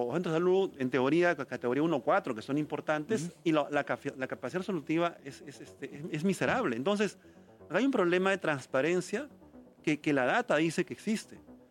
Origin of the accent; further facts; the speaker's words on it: Peru; somos nosotros los peruanos